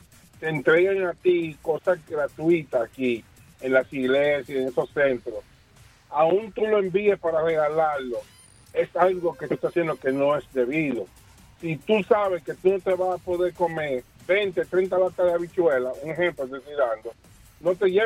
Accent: Dominican Republic; now in United States; somos dominicanos

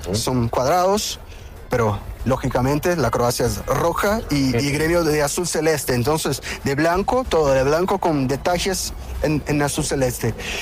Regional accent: Porto Alegre, Rio Grande do Sul, Brazil; Spanish is a second language; Somos del Brasil del sur. Más cerca de Uruguay, más cerca culturalmente de Uruguay, tomamos el mate, comemos el asado, todo lo que se hace en Uruguay hacemos nosotros en Porto Alegre

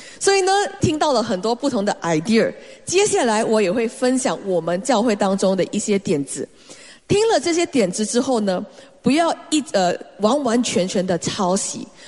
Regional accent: Singapore; 有时候我知道身为华人，身为亚洲人，我们很想得到答案。我们如果在我记得我在上学的时候，在新加坡我们有一个叫 10-year series，

